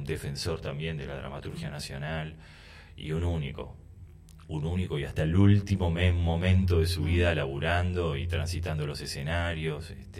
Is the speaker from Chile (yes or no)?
no; Argentina